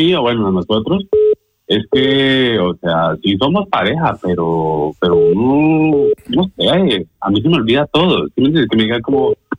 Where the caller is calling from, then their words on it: Barcelona, Catalonia, Spain; de Barcelona.